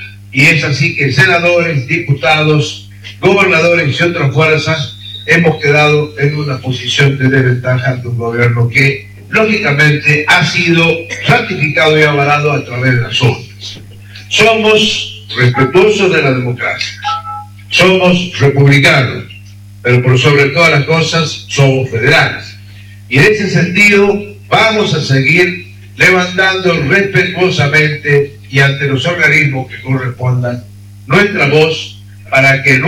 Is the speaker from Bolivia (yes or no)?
no; La Rioja, Argentina; Somos riojanos